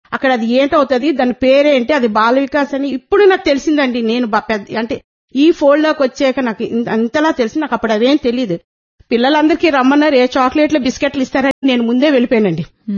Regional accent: Visakhapatnam, Andhra Pradesh, India; నాది వైజాగ్.

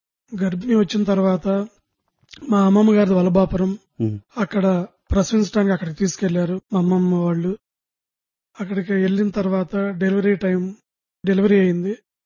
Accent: Guntur district, Andhra Pradesh, India; మాది ఆంధ్ర రాష్ట్రం గుంటూరు జిల్లా తెనాలి మండలం నందివేలు గ్రామ వాస్తవ్యులు.

